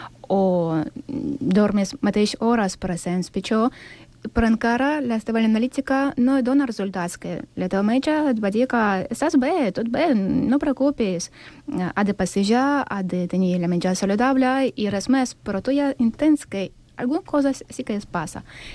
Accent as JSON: {"language": "Catalan", "town": "Sant Cugat del Vallès", "region": "Catalonia", "country": "Spain", "said": "Soc de Sant Cugat, però cada setmana vaig a Vilafranca de Penedès perquè els senseis són meravellosos."}